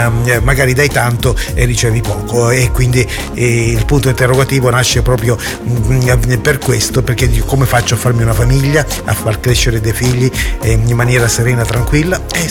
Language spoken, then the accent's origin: Italian; Calabria, Italy; qui dalle nostre parti, nella bella Calabria